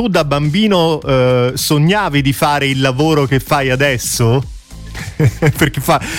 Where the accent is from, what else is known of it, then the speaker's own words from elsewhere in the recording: Tuscany, Italy; la mia Toscana meravigliosa, dal mare tra l'altro